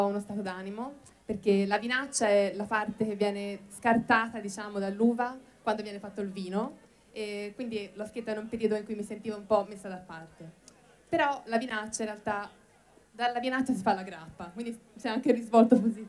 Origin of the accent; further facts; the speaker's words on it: Florence, Tuscany, Italy; Vengo da Firenze.